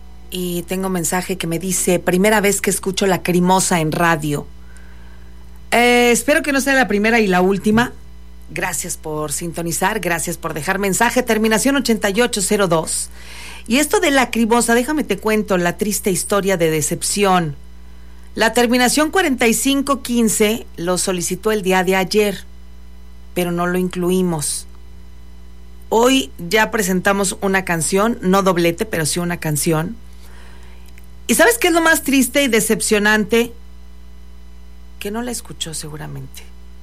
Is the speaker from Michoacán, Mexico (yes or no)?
no; Saltillo, Coahuila, Mexico; accent: norteño; Yo creo que hablamos medio norteño, algo golpeado. Los saltillenses.